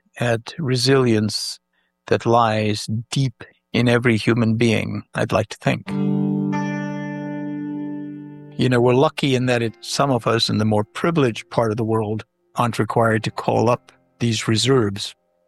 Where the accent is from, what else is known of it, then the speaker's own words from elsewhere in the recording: India; moved away; also born or lived in Bay Area, United States / Minnesota, United States; I grew up in India, I grew up in a developing world, and I subsequently grew up in the developed world. I lived in the Bay Area, I lived in Minnesota.